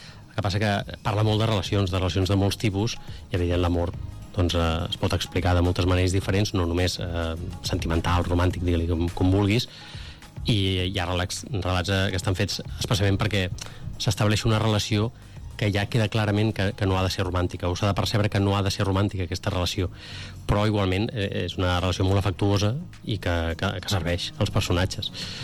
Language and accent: Catalan; Catalonia, Spain; intentar cuidar el català tant com puc arribar, que soc de Baix Llobregat, això no s'ha d'oblidar.